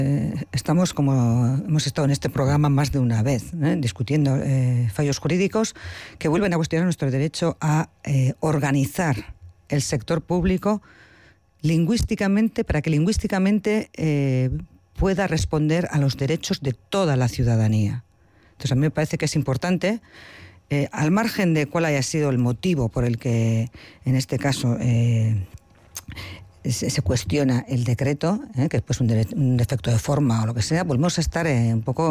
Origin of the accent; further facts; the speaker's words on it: Basque Country, Spain; que tenemos como ciudadanía vasca